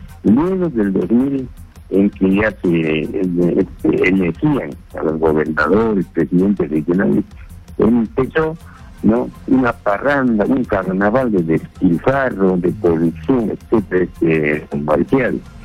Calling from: Ayacucho, Peru; De Ayacucho

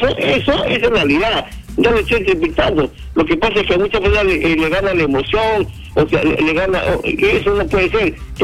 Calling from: Peru; todos somos peruanos.

